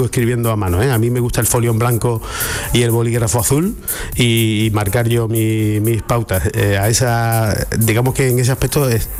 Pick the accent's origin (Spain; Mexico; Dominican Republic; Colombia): Spain; Algar, Andalusia; moved away; yo te entro desde el salón de la casa de mi madre